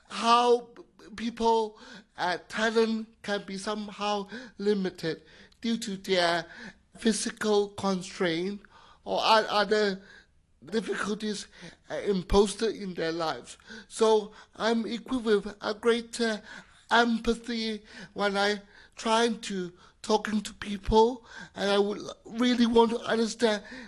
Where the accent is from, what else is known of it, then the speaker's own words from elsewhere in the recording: Hong Kong; English is a second language; I think I'm quite a typical child in Hong Kong. Nothing really special, regardless of my physical limitation.